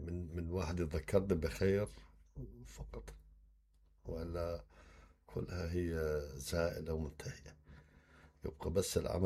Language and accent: Arabic; Iraq